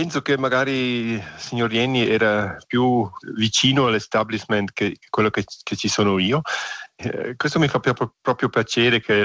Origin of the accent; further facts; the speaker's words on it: Savognin, Graubünden, Switzerland; sono cresciuto a Savognina, oltre a montagna, anche questo magari un po' qualcosa interessante, che non sono proprio dalla valle oriundamente, ma sono adesso qui a quasi 20 anni che posso vivere qui e parlo la lingua romancia